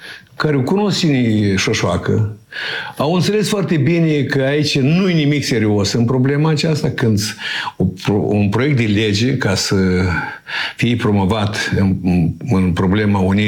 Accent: Moldova; noi suntem români moldoveni, că noi am făcut parte din Principatul Moldova

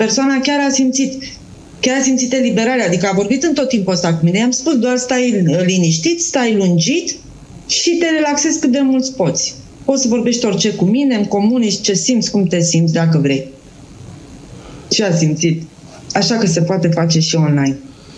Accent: Bucharest, Romania; Eu fiind în București, eu sunt din București.

